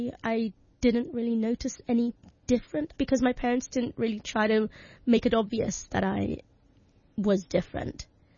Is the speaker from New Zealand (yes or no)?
no; Hong Kong; I think growing up in Hong Kong is also actually really lovely, because it's such a melting pot of cultures